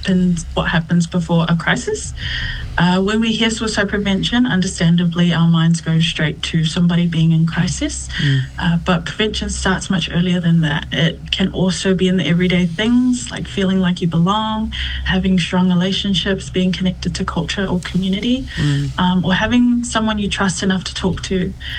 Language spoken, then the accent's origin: English; New Zealand; born there; I am a second generation Aotearoa born Samoan.